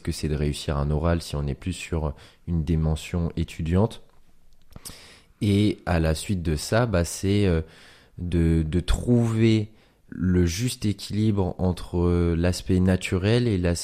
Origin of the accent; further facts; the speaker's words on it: Caen, Normandy, France; born there; j'ai 27 ans et je suis originaire de Caen.